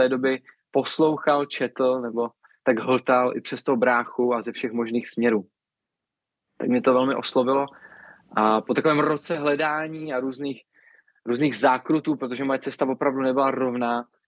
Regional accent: Strakonice, South Bohemian Region, Czechia; Tím, že jsem ze Strakonická, Hoštice máme za rohem, tak tohle byl jako jasný obraz, jak to asi vypadá v církvi.

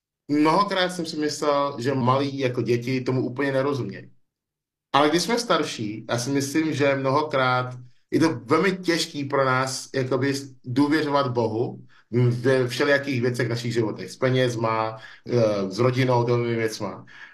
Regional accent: Nigeria; now in Czech Republic; nejenom, že jsem z Nigérie a člověk z Nigérie žije v České republice

